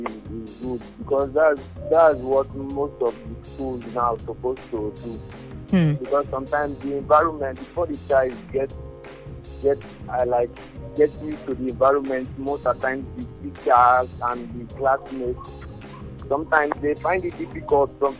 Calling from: Port Harcourt, Rivers, Nigeria; from Port Harcourt.

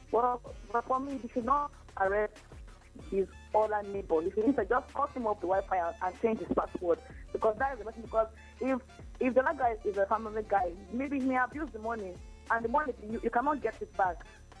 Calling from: Rumuolumeni, Rivers, Nigeria; I'm calling from Rumalog.

